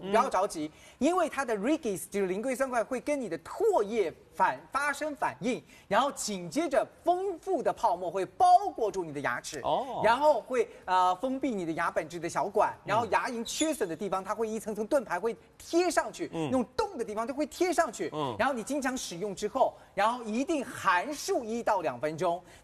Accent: Shanghai, China; 我上海人

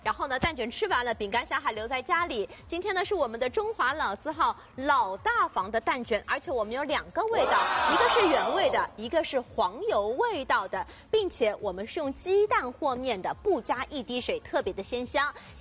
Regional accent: Shanghai, China; 我们上海人

